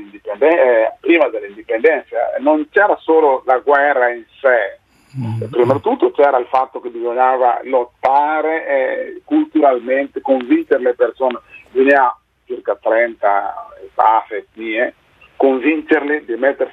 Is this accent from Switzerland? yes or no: no; Guinea-Bissau; Italian is a second language; now in Italy